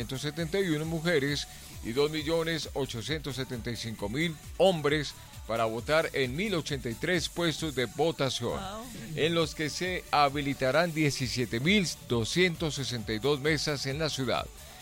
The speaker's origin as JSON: {"language": "Spanish", "country": "Colombia"}